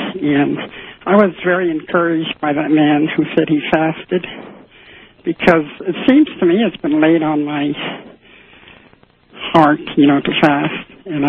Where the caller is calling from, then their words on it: Juneau, Alaska, United States; I'm calling from Juneau, Alaska.